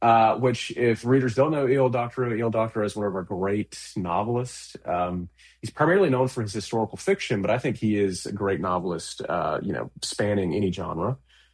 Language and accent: English; Georgia, United States; I grew up in Georgia, very close to this history.